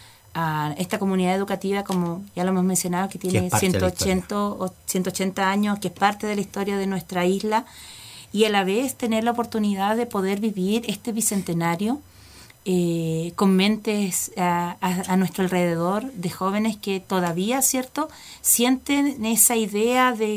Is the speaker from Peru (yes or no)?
no; Chiloé, Los Lagos, Chile; tengamos nosotros como chilote